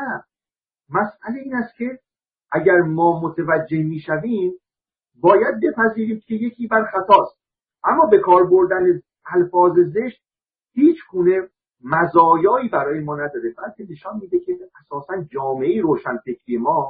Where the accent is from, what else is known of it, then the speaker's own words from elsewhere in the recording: Iran; من به عنوان یک ایرانی